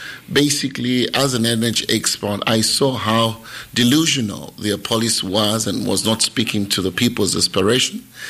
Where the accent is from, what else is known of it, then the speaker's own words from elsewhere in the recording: Lusaka, Lusaka Province, Zambia; Lusaka is my backbone. I mean, I come from Mandevu. I'm a Kombon boy